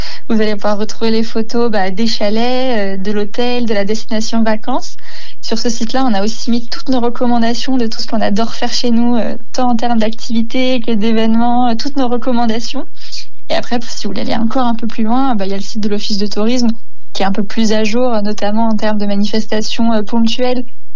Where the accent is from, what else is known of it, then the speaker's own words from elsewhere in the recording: Occitanie, France; il y a très peu de voitures chez nous en Lozère